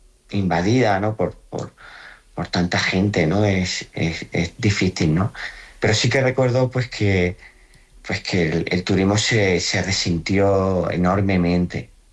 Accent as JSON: {"language": "Spanish", "country": "Spain", "said": "Y además nosotros nos sentimos profundamente españoles y queremos seguir siendo españoles."}